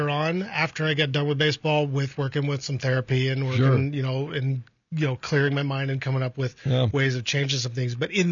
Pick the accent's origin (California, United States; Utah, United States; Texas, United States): California, United States; Los Angeles; I grew up in California.